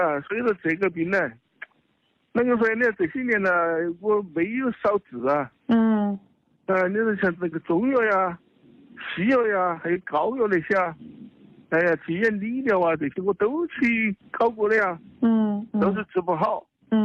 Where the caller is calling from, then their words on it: Chengdu, Sichuan, China; 我是在成都的呢。